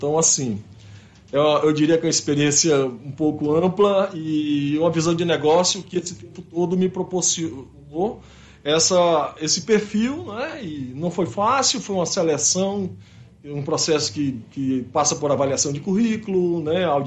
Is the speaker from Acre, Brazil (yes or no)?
yes; Tarauacá, Acre, Brazil; born there; Tarauacá, minha terra natal querida